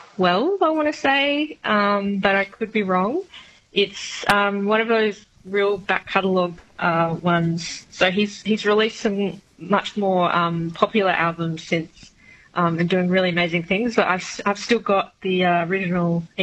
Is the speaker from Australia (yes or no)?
yes; Albany, Western Australia, Australia; So I grew up in the Porongrops down near Albany, and I started getting guitar lessons at 8.